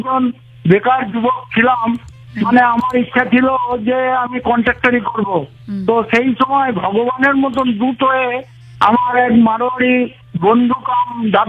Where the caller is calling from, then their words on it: Budbud, West Bengal, India; আমি পূর্ব বর্ধমান জেলার বুধবুদ থেকে